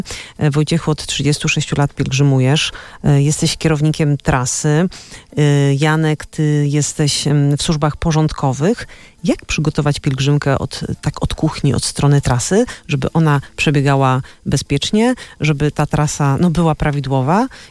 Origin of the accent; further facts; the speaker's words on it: Częstochowa, Silesian Voivodeship, Poland; ja też jestem częstochowianką, więc pozdrawiam wszystkich częstochowian